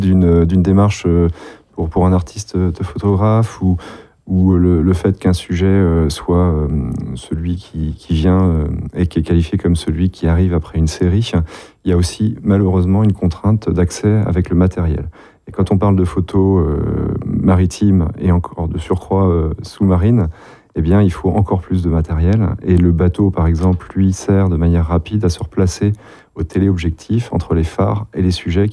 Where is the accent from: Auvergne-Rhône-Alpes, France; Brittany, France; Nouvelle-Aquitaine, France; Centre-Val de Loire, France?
Brittany, France; Rennes; moved away as an adult; now in Brest, France; je suis rennais d'origine